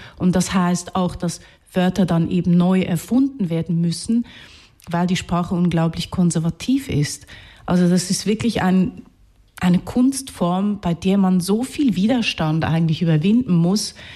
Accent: Zurich, Switzerland; born there; accent: Zürichdeutsch; first language Hungarian; German is a second language; ich habe zuerst Ungarisch gesprochen, dann habe ich das Ungarische nicht mehr brauchen können außerhalb der Familie. Dann habe ich Zürichdeutsch gelernt

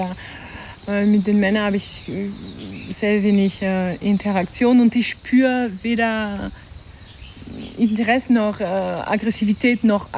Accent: France; German is a second language; now in Austria; ich bin Bergführerin. Ich bin Französin, ich lebe aber in Österreich.

